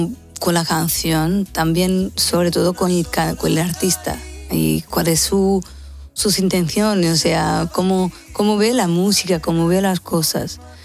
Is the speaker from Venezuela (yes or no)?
no; Portugal; Spanish is a second language; los portugueses, porque nosotros nos lanzamos al castellano, malo o bien, el portuñol está siempre pronto